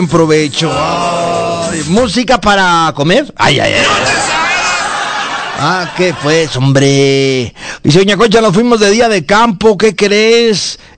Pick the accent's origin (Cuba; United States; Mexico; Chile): Mexico; Soy pura mexicana, nacida en esta tierra, que es mi linda nación.